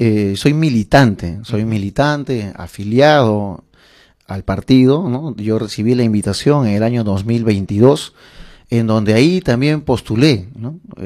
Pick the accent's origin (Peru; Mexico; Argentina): Peru; Villa El Salvador, Lima; He estudiado ahí, aquí en colegios nacionales en Villa Salvador. Conozco, he nacido, vivo y radico aquí desde sus inicios, desde que tengo uso de razón y vida.